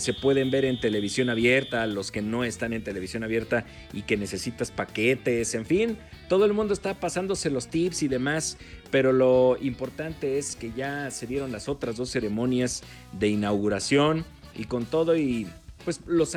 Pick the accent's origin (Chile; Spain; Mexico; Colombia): Mexico; nosotros también somos de los Estados Unidos mexicanos